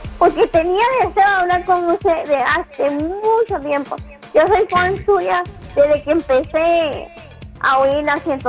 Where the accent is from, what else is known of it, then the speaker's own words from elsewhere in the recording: Puerto Rico; Soy de Puerto Rico.